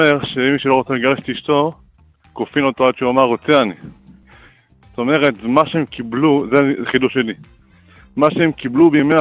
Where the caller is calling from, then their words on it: Harish, Haifa District, Israel